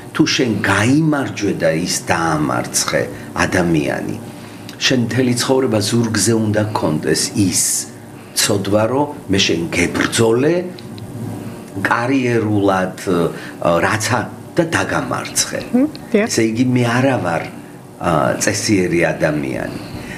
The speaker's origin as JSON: {"language": "Georgian", "town": "Chiatura", "region": "Imereti", "country": "Georgia", "tie": "born or raised there", "moved": "yes", "said": "მე გავიზარდე და დავიბადე ჭიათურაში."}